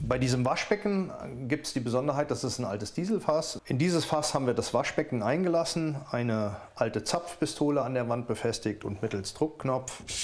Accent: Koblenz, Rhineland-Palatinate, Germany; Ich komme gebürtig aus Koblenz

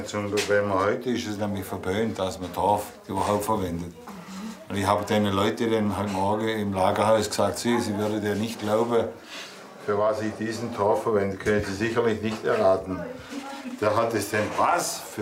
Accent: Siblingen, Schaffhausen, Switzerland; Und dann habe ich gesagt, ich komme aus Siblingen und da machen wir die einen Altar.

